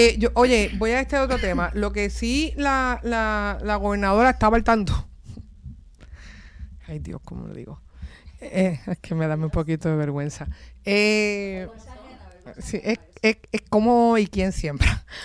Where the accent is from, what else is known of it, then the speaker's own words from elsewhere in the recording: Bayamón, Puerto Rico; que estudié en la Luis Palen Mato en Bayamón y me crié en Bayamón, sí, en los vaqueros de Bayamón y nací en los indios, así que imagínese, vengo indio y vaquera.